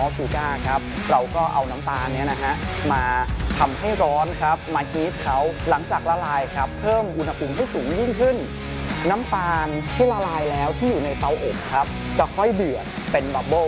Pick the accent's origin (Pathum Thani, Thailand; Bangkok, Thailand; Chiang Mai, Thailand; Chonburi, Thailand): Chiang Mai, Thailand; ผมก็รู้สึกภาคภูมิใจมากที่เราได้เป็นส่วนหนึ่งที่เป็นคนเชียงใหม่โดยแท้จริงแล้วเราเติบโตมาในบ้านเมืองเชียงใหม่